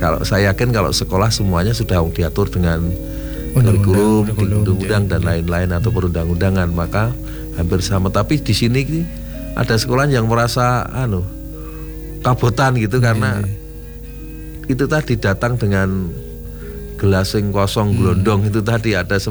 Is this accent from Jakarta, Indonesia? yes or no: no; Special Region of Yogyakarta, Indonesia; Apalagi kita diuntungkan sebagai orang Jogja, maka mari budaya kejogjaannya kita laksanakan, Jawanya kita laksanakan